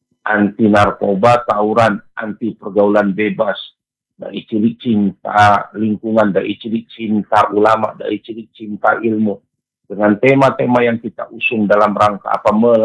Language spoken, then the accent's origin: Indonesian; Medan, North Sumatra, Indonesia; Kita warga Medan